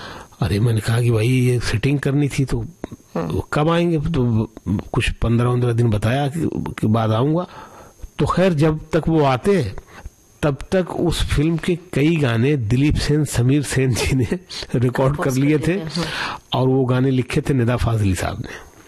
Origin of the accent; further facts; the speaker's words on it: Surat, Gujarat, India; now in Mumbai, India; तो मैं सूरत से मुंबई आ गया 2001 फरवरी में